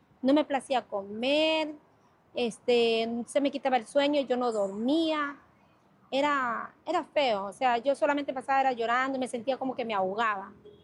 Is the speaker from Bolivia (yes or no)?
no; Salitre, Guayas, Ecuador; yo soy de Salitre, a veces no tenía para el pasaje para ir a Salitre